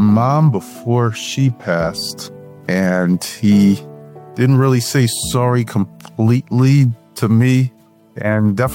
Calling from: New York, United States; I'm calling from New York.

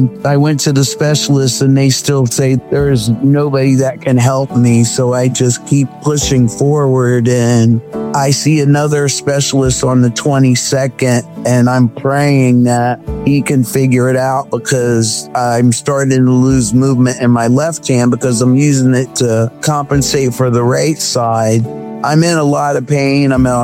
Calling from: Easton, Pennsylvania, United States; Easton, Pennsylvania.

